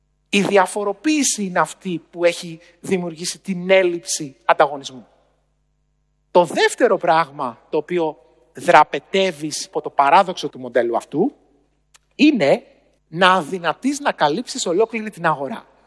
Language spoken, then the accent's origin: Greek; Western Greece, Greece; Στο χωριό μου λοιπόν, στο Αγρίνιο, εκεί που μεγάλωσα, στον Αβαρίκο Ετωλοακαρνανίας, ένα μικρό χωριό που είναι κοντά στο Θέρμο, το 1990 ήταν στις δόξες του.